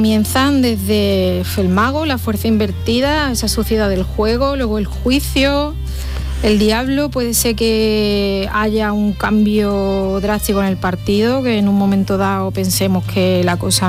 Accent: Santa Ana la Real, Andalusia, Spain; moved away; Santa Ana la Real, en la provincia de Huelva, está entre Alájar y Almonaster. Somos censados, bueno, yo ya no, 540 habitantes aproximadamente.

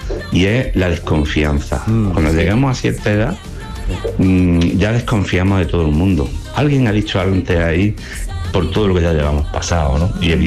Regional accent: Granada, Andalusia, Spain; Buenos días … de Granada.

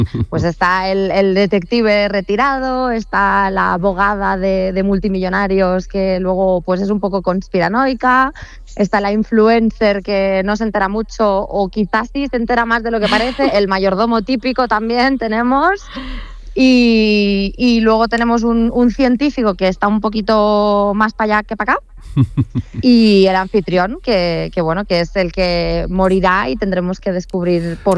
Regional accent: Baza, Andalusia, Spain; born there; Yo nací en Granada, en Baza.

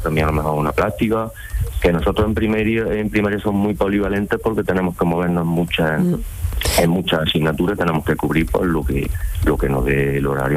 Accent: Hinojosa del Duque, Andalusia, Spain; pues yo me vine para aquí, para mi tierra, para Las Pedroches.

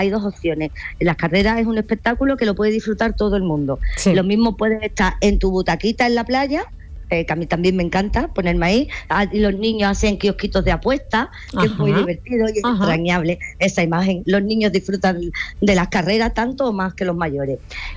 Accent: Seville, Andalusia, Spain; yo soy de Sevilla.

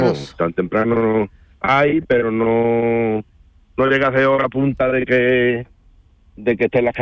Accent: Alcalá del Río, Andalusia, Spain; born there; now in Villaverde del Río, Spain; Sí, yo soy del Villar.

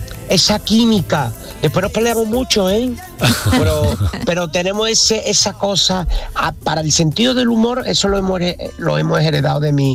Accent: Seville, Andalusia, Spain; la vela de Triana, que para nosotros es un evento muy importante, muy bonito, en nuestra ciudad, en nuestro barrio

